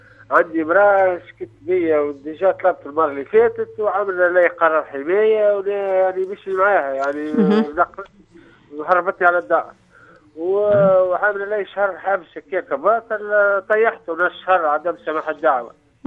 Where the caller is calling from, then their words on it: El Kef, Kef Governorate, Tunisia; من الكيف.